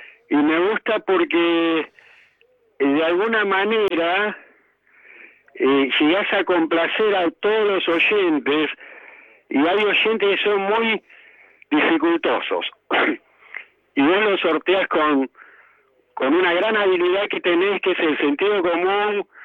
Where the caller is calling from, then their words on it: Mar del Plata, Buenos Aires Province, Argentina; de Mar del Plata.